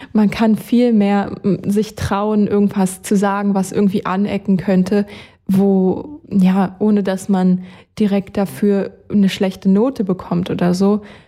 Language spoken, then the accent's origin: German; East Germany, Germany; moved away; dadurch, dass ich mich selber immer so bezeichne, dass ich aus dem Osten bin